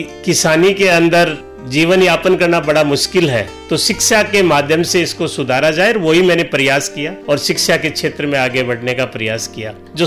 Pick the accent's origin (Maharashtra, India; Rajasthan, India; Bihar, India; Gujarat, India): Rajasthan, India; Sikar district